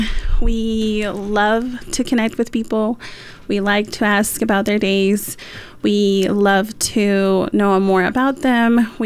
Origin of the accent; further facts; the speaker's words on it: Utah, United States; I was raised in Utah County